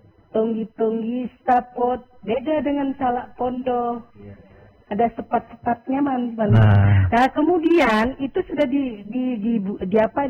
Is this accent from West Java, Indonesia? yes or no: no; North Sumatra, Indonesia; Untuk menunjukkan bahwa kami adalah orang Angkola.